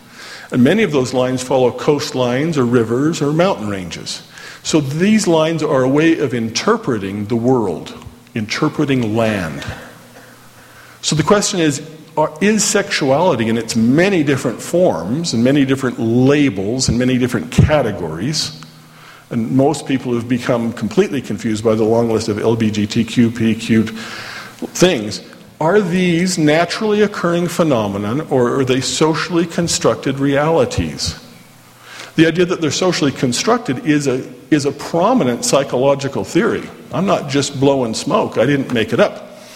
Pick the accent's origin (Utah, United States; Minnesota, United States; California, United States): Utah, United States; Orem; I could find the Great Salt Lake, and I grew up here in Orm, so I know it was just a little bit south of there, right about in there. That's where we live.